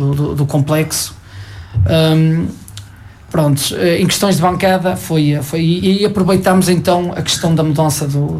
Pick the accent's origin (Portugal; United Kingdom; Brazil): Portugal; Gião; eu não sou de Vila Maior, sou de Gião.